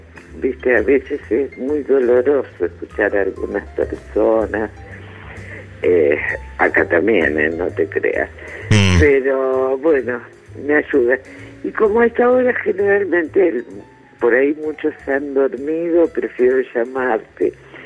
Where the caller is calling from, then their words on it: Greece; de Grecia.